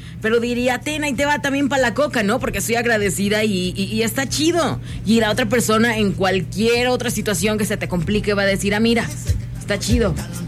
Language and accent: Spanish; San Luis Potosí, Mexico; A ver, soy potosina, yo lo sé, pero ustedes lo saben y cada que puedo lo digo.